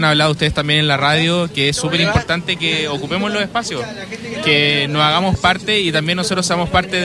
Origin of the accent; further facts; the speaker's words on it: Iquique, Tarapacá, Chile; somos nosotros los iquiqueños